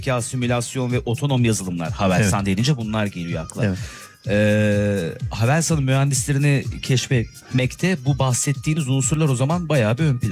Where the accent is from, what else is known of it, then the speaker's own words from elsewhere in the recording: Ankara, Turkey; Ben şimdi o Ankara'da da sonuçta çocukluğum geçmiş ve eğitimini orada da bir şekilde tamamlamaya çalışan biri olarak